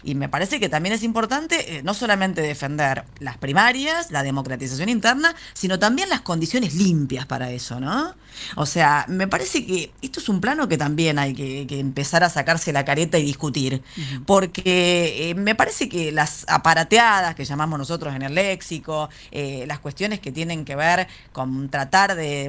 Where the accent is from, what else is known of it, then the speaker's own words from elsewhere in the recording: Zárate, Buenos Aires Province, Argentina; Nosotros somos de ahí, de Zárate, del cordón industrial.